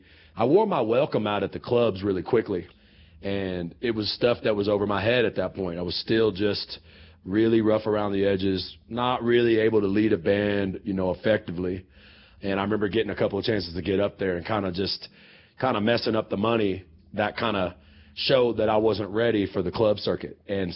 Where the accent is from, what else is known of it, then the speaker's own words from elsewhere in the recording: Texas, United States; born there; I was born in Texas, but, you know, I say I came to life on the street in Paris, France, man.